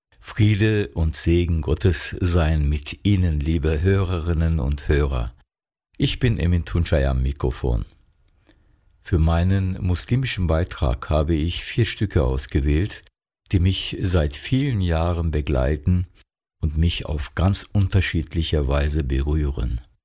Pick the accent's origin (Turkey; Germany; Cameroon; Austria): Turkey; Istanbul; moved away; Sofort kommen Erinnerungen an meine Kindheit in Istanbul zurück.